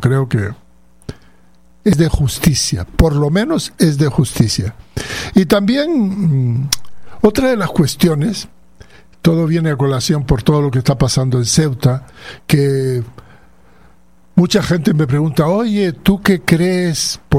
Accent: Western Sahara; Los saharauis no tenemos nada que... Cada pueblo tiene su idiosincrasia, y no somos marroquíes

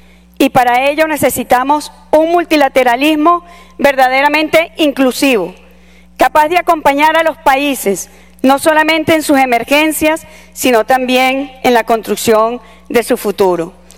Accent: Venezuela; Vengo de Venezuela, un país que ha conocido la adversidad en todas sus dimensiones

